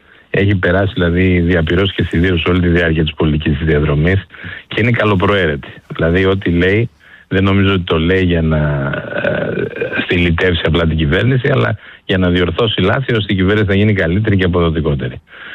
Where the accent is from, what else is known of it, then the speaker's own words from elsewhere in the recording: East Macedonia and Thrace, Greece; όπως παραδείγματος χάρη εγώ επισημαίνω που κατάγομαι και από την Ροδόπη, οι αγρότες μας.